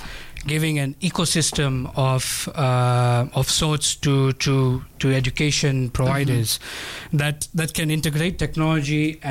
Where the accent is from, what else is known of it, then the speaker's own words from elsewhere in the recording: Mombasa County, Kenya; moved away as an adult; now in Nairobi, Kenya; I was born and brought up in Mombasa, so a local Mombasa boy.